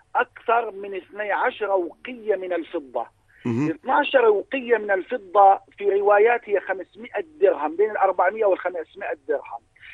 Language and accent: Arabic; Jordan; اليوم إحنا مجتمعنا الأردني